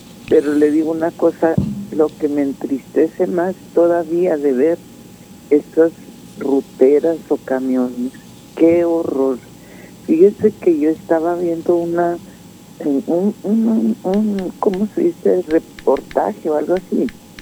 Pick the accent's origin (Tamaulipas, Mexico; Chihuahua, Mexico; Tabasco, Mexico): Chihuahua, Mexico; Ciudad Juárez; born there; Yo nací en Juárez. Ya voy casi a cumplir los 80